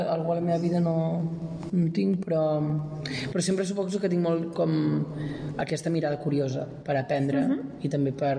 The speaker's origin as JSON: {"language": "Catalan", "town": "Cabrils", "region": "Catalonia", "country": "Spain", "also_born_or_lived": "Vilassar de Mar", "said": "en realitat jo sóc de Cabrils, però he fet molta vida a Vilassar."}